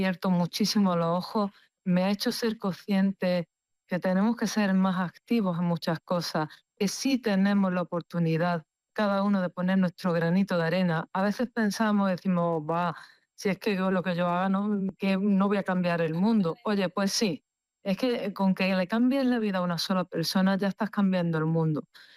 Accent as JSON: {"language": "Spanish", "town": "Granada", "region": "Andalusia", "country": "Spain", "said": "yo soy de Granada … no hace falta ser filólogo para saber de dónde viene el apellido."}